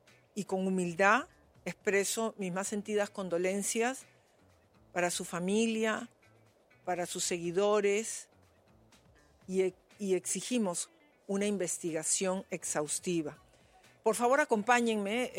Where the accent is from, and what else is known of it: Peru